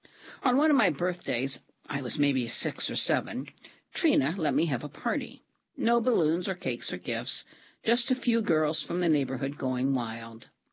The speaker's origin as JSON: {"language": "English", "town": "Lexington", "region": "Kentucky", "country": "United States", "tie": "born or raised there", "said": "from Kentucky, and I was raised in a crack house. At the Charlotte Court Housing Project in Lexington, Kentucky"}